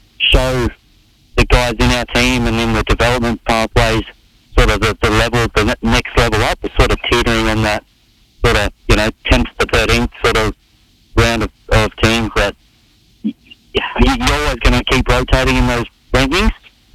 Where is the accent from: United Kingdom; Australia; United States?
Australia; Mackay, Queensland; I'm a kid from Mackay, and all of a sudden I was playing in Madrid